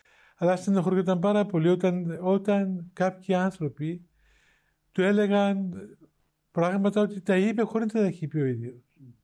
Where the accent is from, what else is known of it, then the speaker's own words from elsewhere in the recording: Cyprus; Ούτε έλεγα είμαι από την Κύπρο, όχι πως περιφρόνσα την Κύπρο